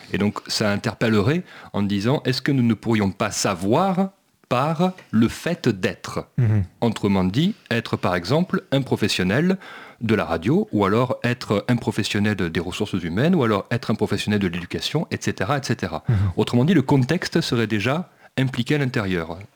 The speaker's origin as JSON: {"language": "French", "region": "Southern France", "country": "France", "accent": "southern", "said": "oui, désolé, je viens du Sud, donc parfois ça revient tout seul, et parfois ça s'en va tout seul aussi."}